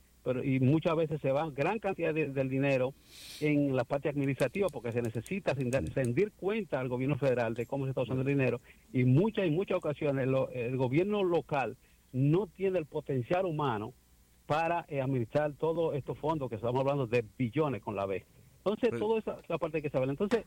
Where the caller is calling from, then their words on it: Dominican Republic; nosotros también como dominicanos